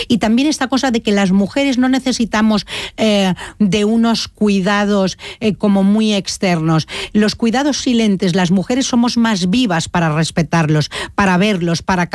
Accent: Gavà, Catalonia, Spain; Catalan is a second language; Sí, sóc de Gavà, però si t'has fixat, em dona com respecte no parlar-ho bé de totes

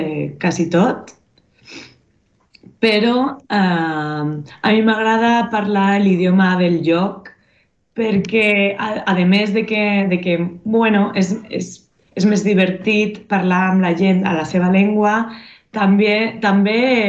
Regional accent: Burgos, Castile and León, Spain; Catalan is a second language; also born or lived in Germany; Jo vaig néixer a Alemanya, però vaig créixer a Burgos, a Espanya. I tinc 32 anys.

